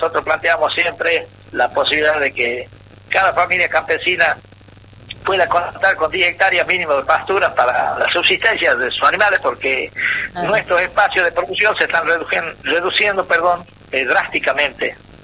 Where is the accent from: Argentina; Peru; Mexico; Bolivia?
Argentina; Puesto La Mina, Salta; No, yo soy de Puesto La Mina, departamento San Martín, provincia de Salta.